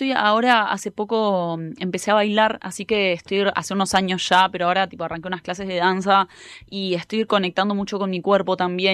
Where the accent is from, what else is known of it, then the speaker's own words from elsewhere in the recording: Necochea, Buenos Aires Province, Argentina; now in Buenos Aires, Argentina; Y me fui cuando era muy chiquita y viví toda mi vida allá, mi infancia, adolescencia, y me considero, sí, soy Necochea.